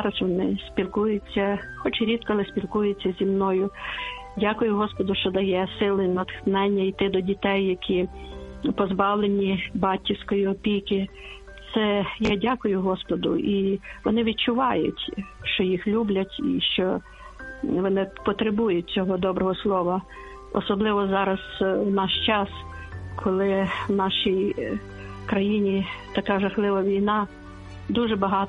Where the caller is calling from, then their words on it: Lviv, Lviv Oblast, Ukraine; Я зі Львова